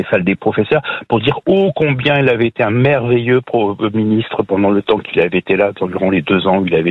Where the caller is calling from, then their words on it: Lille, Hauts-de-France, France; je suis à Lille